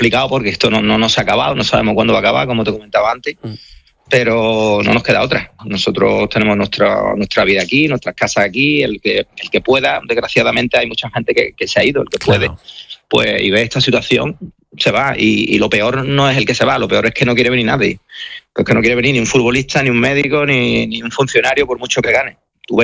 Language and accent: Spanish; Spain; yo soy español antes que comerciante y si hay que dar un golpe en la mesa